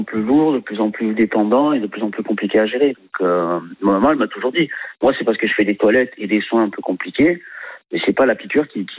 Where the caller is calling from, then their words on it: Montpellier, Occitanie, France; moi, j'habite à Montpellier